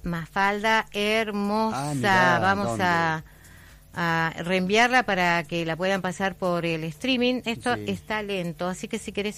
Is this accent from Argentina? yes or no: yes; Santiago del Estero, Argentina; now in Roca, Argentina; de Santiago del Estero. Me encuentro trabajando por Roca.